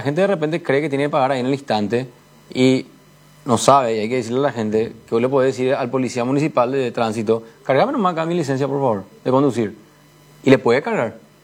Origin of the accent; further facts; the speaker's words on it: Asunción, Paraguay; yo, antes que ser colorado, soy asunceno primero. Siempre para mí Asunción va a estar primero.